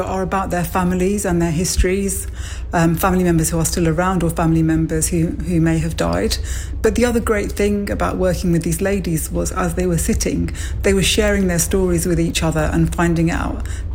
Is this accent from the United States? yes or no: no; United Kingdom; I'm South Asian, I'm a British Indian, and I'm a Sikh as well.